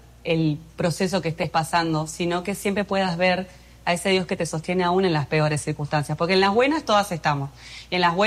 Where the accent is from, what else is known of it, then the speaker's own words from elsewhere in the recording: Argentina; moved away as an adult; now in Dominican Republic; muy patriota. Yo amo a Argentina, me considero más argentina que el mate. Siempre dije, yo voy a nacer y morir en Argentina. Estudié ciencias políticas allá